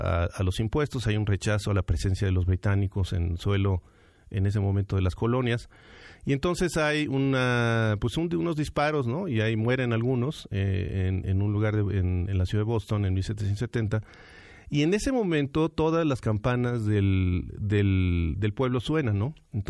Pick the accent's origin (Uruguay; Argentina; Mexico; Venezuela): Mexico; como mexicanos que bien sabemos nuestra historia y bien conocemos nuestra historia desde la primaria